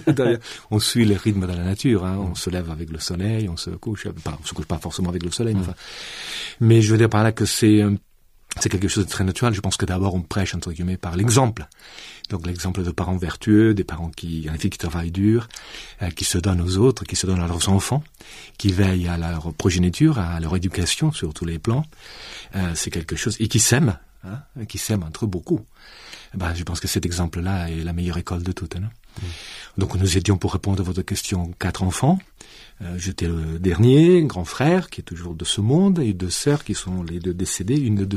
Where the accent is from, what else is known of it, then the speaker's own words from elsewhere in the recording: south of France, France; accent: southern French; moved away as an adult; now in Montreal, Canada; Donc, je viens du sud de la France, en effet, mon accent le trahit parfaitement. Et donc, j'ai eu la chance de naître dans un monde de paysans. Mes parents étaient des paysans, étaient des fermiers, en fait.